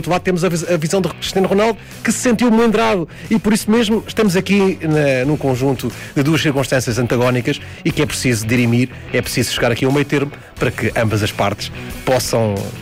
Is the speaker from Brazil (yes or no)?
no; Portugal; já sabemos como é que somos portugueses